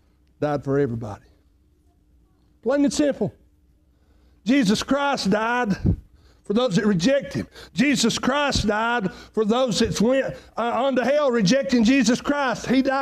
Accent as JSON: {"language": "English", "country": "United States", "said": "as an American"}